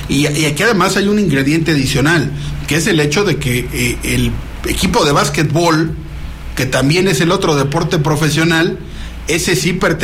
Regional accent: Zacatecas, Mexico; cuando nosotros éramos chicos, podías elegir, siendo zacatecano

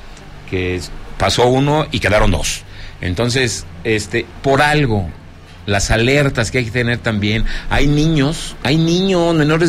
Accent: Zacatecas, Mexico; ahí estamos, de mi tierra Zacatecas.

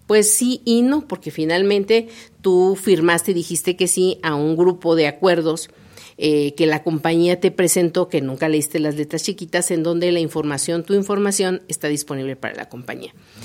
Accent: Mexico; como buenos mexicanos que somos

